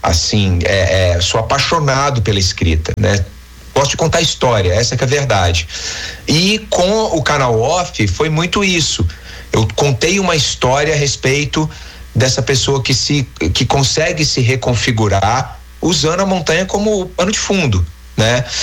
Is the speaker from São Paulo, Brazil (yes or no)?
no; Minas Gerais, Brazil; como um bom mineiro, não vou esconder isso de você, não.